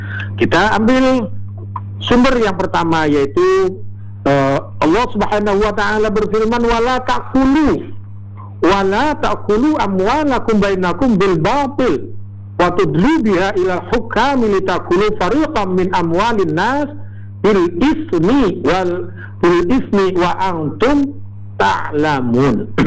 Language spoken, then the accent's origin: Indonesian; Java, Indonesia; Artinya kalau kita orang Jawa sering dikenalnya dengan bulan Maulud.